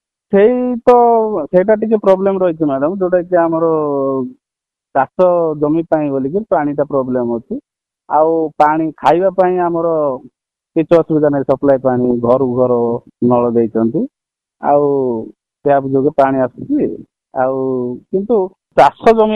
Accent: Jirang, Odisha, India; ଆମ ଗାଁଟା 13 କିଲୋମିଟର ଜିରାଙ୍ଗ ଯୋଉ ଫାଷ୍ଟ ପଡ଼ିବ ଆମର ମାଙ୍କଡ଼ିଆଁ ୱାଟରଫଲ ଗୋଟେ ଅଛି

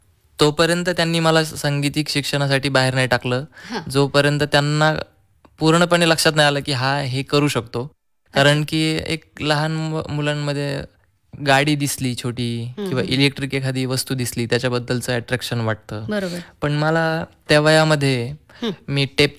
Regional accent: Karjune Khare, Maharashtra, India; शालेय शिक्षण माझं जन्मगाव माझं कर्जुने खारे नगर जिल्ह्यातलंच गाव आहे तर तिथं माझं जिल्हा परिषदेलाच 4th पर्यंत शिक्षण झालं

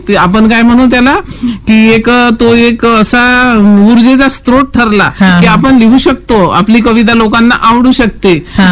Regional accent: a village in Amravati district, Maharashtra, India; माझं माहेर सूर्यरंजन गाव अमरावती जिल्ह्यातलं

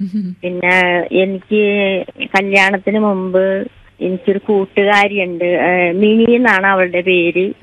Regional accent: Edappally, Kerala, India; born there; moved away as an adult; അതും ഉണിച്ചറ ഇടപ്പള്ളിയാണ്. ഉണിച്ചറ എന്ന സ്ഥലത്താണ് ഞാൻ ജനിച്ചത്.

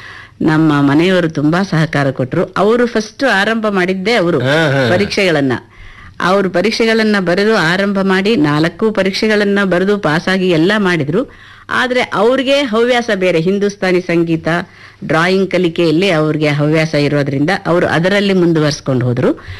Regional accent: Hampi, Karnataka, India; born or raised there

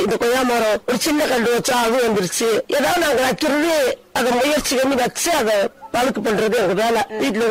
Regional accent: Tamil Nadu, India; moved away as an adult; now in Kombaikadu, India; எங்க சொந்த ஊரு வசநாடு

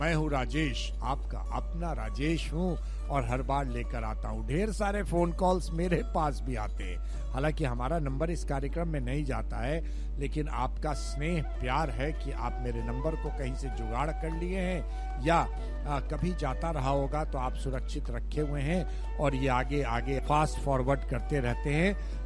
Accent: Bihar, India; हम भी बिहार से हैं

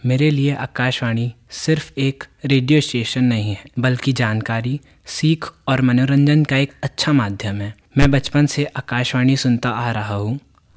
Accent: Chhindwara, Madhya Pradesh, India; मैं मध्य प्रदेश के छिंदवाड़ा जिले का निवासी हूं। गवर्नमेंट ग्रीन ITI छिंदवाड़ा का छात्र हूं।

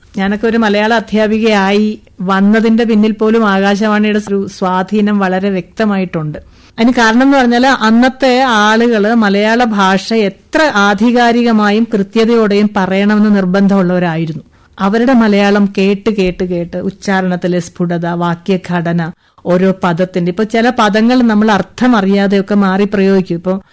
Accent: Pallana, Kerala, India; ഞങ്ങളുടെ നാട്ടില് ഈ പല്ലന പാനൂർ ഭാഗത്ത് ആദ്യമായിട്ട് സൈക്കിൾ ചവിട്ടുന്ന ഒരു പെണ്ണ് ഞാനാണ്.

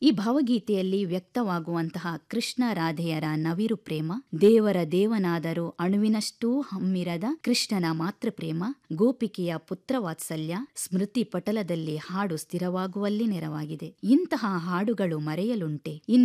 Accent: Bantwal, Karnataka, India; ಬಂಟ್ವಾಳ ತಾಲೂಕಿನ ಕಾವಳಪಡೂರಿನ ಪಚ್ಚಾಜೆ ನನ್ನ ಊರು.

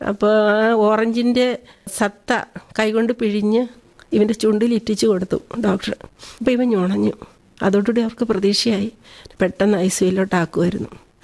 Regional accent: Rajakkad, Kerala, India; ഇടുക്കിയിലാണ്, Idukki Rajakkad.

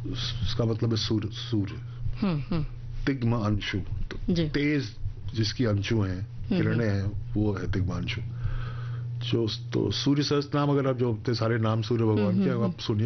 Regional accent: Uttarakhand, India; वैसे तो मैं हूँ उत्तराखंड का, हम लोग पहाड़ के हैं रहने वाले

